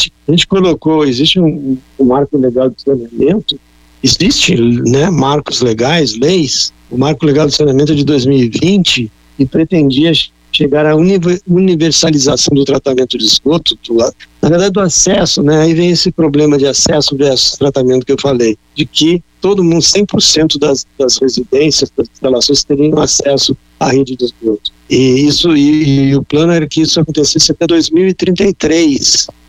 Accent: Porto Alegre, Rio Grande do Sul, Brazil; os rios de Porto Alegre, que é uma cidade que conheço bem, eu sou de Porto Alegre originalmente

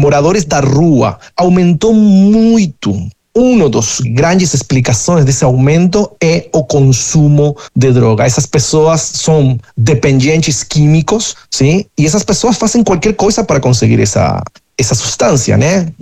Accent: Uruguay; em Uruguai, que foi o país onde eu cresci, entende? Morei toda a minha vida lá

